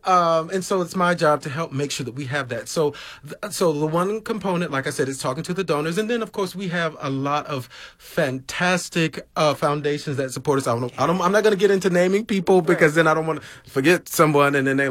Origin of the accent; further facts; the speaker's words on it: Georgia, United States; Well, I will just tell you, I'm a Georgia boy.